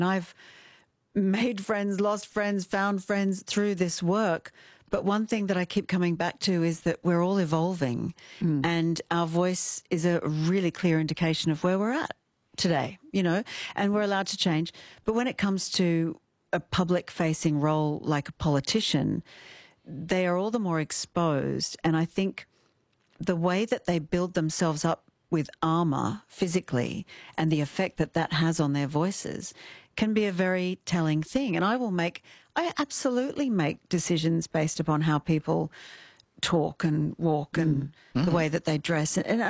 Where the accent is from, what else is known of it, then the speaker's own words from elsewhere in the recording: Kalgoorlie, Western Australia, Australia; Look, I'm from Kalgoorlie. I get to call it, you know. We sound a little bit, well, nice, you know.